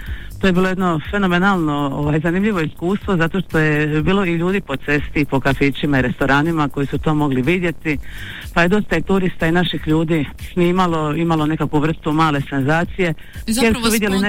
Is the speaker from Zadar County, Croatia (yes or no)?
yes; Zadar, Zadar County, Croatia; born there; Da, ja sam u Zadru, ja živim u Zadru, rodila sam se u Zadru i u Zadru sam.